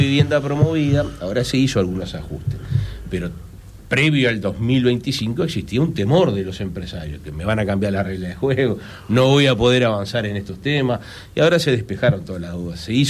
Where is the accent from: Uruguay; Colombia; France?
Uruguay; Canelones; como canarios, entendíamos que algunos temas en el departamento no estaban funcionando bien